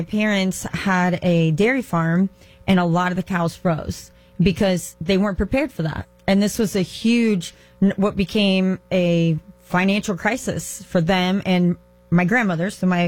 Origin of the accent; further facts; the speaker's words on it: Indiana, United States; now in Florida, United States; here in Florida, we talk about hurricanes, but I grew up in Indiana